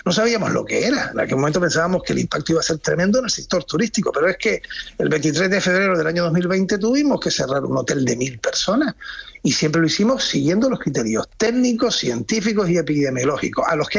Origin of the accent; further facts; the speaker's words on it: Canary Islands, Spain; Yo soy canario, como bien exponías, pero es que además era presidente de Canarias